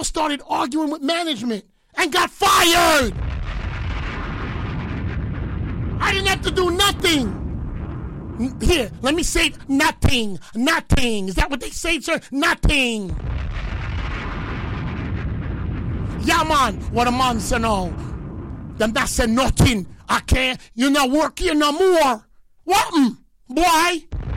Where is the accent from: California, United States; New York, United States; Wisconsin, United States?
New York, United States; New York City; also born or lived in Jamaica; I'm from the Bronx, where it was moving.